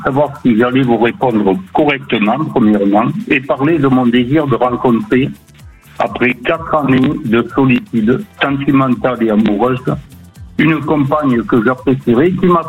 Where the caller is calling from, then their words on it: Occitanie, France; De l'Aude.